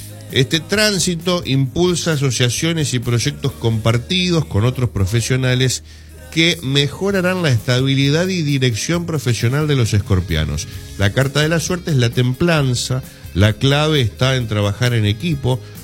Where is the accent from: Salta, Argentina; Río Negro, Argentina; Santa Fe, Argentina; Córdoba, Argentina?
Santa Fe, Argentina; Somos del departamento de San Jerónimo.